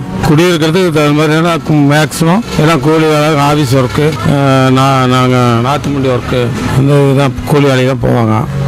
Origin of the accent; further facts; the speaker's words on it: Suramangalam, Tamil Nadu, India; நான் பிறந்ததே இந்த ஊர் தான், இதே பழையசுவரம் மூலம் பெரியார் தான் பிறந்தேன்.